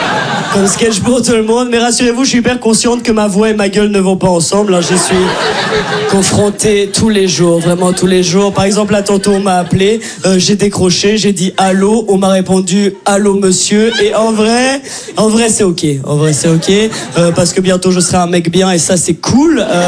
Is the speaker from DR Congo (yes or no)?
no; Brussels, Belgium; accent: Brussels